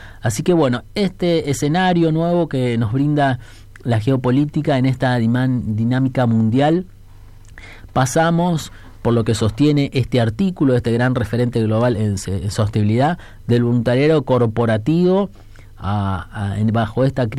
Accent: Argentina; nos sentimos, digamos, como argentinos también muy identificados

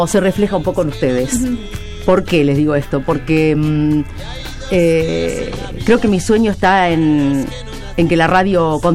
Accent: San Genaro, Santa Fe, Argentina; una radio muy conocida de donde soy yo, de San Genaro

